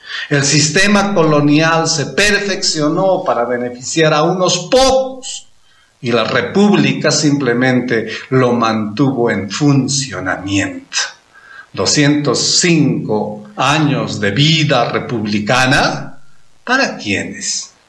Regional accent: Peru; now in Arequipa, Peru; desde Arequipa, Perú

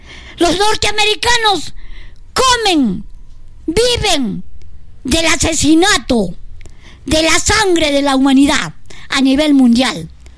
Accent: Peru

